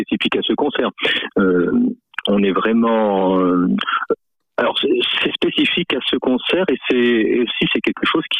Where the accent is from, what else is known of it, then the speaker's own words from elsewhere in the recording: Auvergne-Rhône-Alpes, France; now in Limousin, France; moi, je suis pas du tout de la région. Hein. Je vis dans le Limousin et je suis originaire plutôt de l'Ain